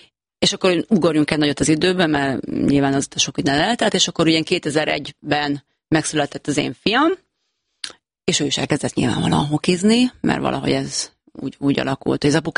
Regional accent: Újpest, Budapest, Hungary; én ugye Újpesten nevelkedtem

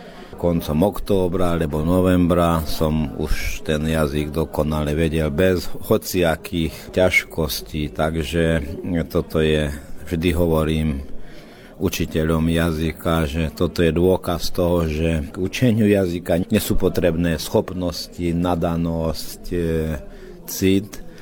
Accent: Tótkomlós, Békés, Hungary; ja som sa narodil v Komloši v slovenskej roľníckej rodine a žil som na Sálaši. To znamená, že v úplnom slovenskom prostredí

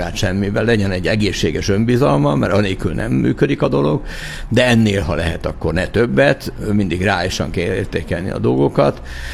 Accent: Agárd, Fejér, Hungary; also born or lived in Budapest; Igen, én 4 éves voltam, amikor Zuglóból oda költöztünk, mert államosított édesapám pékségét, és lementünk az agárdi házunkba.

